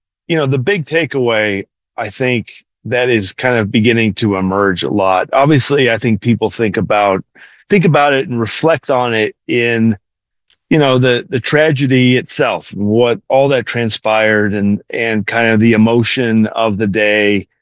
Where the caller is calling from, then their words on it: Jerusalem, Jerusalem District, Israel; I'm physically in Jerusalem right now.